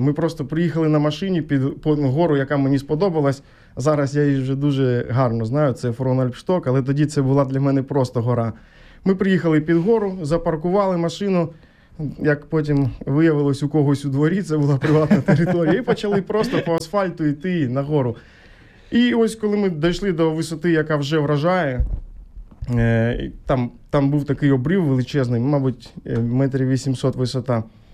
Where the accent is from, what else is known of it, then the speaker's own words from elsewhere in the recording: Kremenchuk, Poltava Oblast, Ukraine; now in Switzerland; Я теж з Кременчука, як і попередній Саша, ми з одного міста. Це невеличке місто в центрі України, Полтавська область. Там я виріс, жив усе життя.